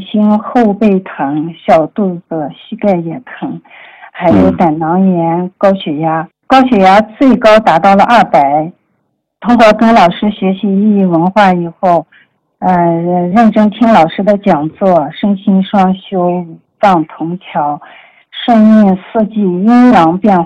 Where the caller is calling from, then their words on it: Ili, Xinjiang, China; 我是来自新疆伊犁的一名老学员。